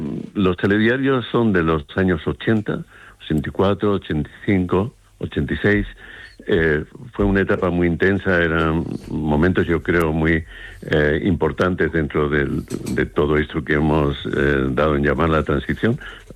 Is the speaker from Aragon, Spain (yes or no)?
no; Jerez de la Frontera, Andalusia, Spain; moved away; porque yo soy de Jerez